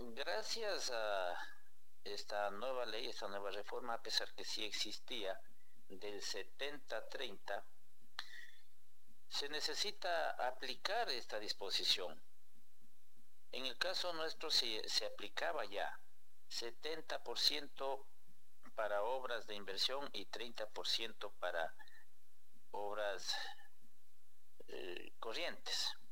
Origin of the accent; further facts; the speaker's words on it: Cotopaxi, Ecuador; Es necesario que los hijos de Pangua trabajemos por Pangua.